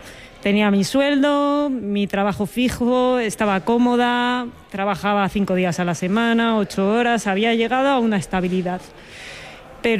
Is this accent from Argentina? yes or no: no; Valladolid, Castile and León, Spain; now in Becerril del Carpio, Spain; de Ecofungi y cultivo setas ecológicas de manera sostenible. Vivo actualmente en Becerril del Carpio, aunque soy una chica de ciudad de Valladolid